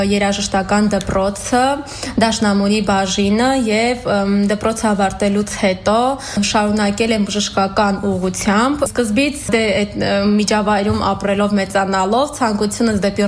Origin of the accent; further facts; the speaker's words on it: Nagorno-Karabakh, Azerbaijan; 28 տարեկան, ծնվել եմ Արցախում, մեծացել եմ զինվորականի ընտանիքում